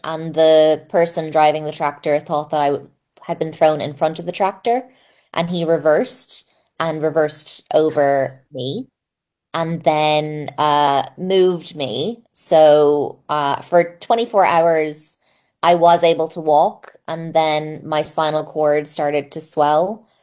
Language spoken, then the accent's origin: English; Ireland; I grew up in the 90s in Ireland. I'm the oldest child. I'm the oldest grandchild. I'm an oldest daughter.